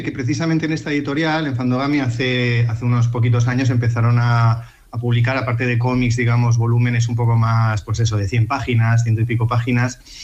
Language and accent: Spanish; Valencian Community, Spain; Y yo, como soy valenciano, pues no sé, esta cosa escatológica es una cosa que no nos importa hacer